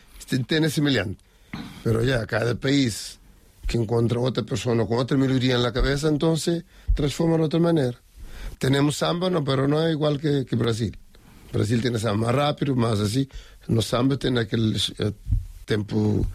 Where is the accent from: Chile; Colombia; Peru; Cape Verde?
Cape Verde; Maio; Spanish is a second language; moved away as an adult; yo soy de Isla de Mayo